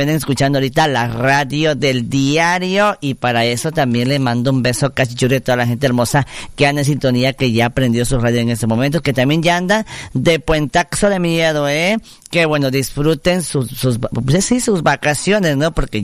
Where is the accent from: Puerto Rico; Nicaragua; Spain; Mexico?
Mexico; Chiapas